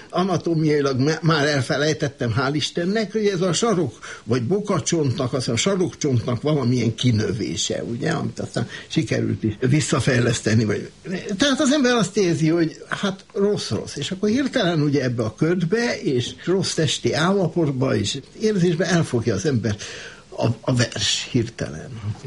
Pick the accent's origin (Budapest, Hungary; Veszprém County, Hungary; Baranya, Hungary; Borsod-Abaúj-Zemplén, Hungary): Budapest, Hungary; kisgyerek koromban ott a körút körül, ahol laktunk, ugye a Gyár utca és a Terész körül